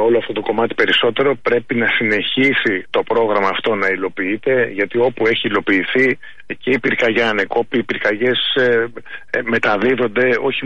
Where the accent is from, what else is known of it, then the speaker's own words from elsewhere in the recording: Greece; στην πατρίδα μου